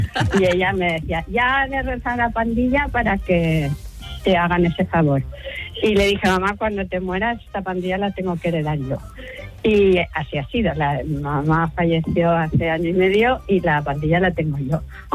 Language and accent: Spanish; Benicàssim, Valencian Community, Spain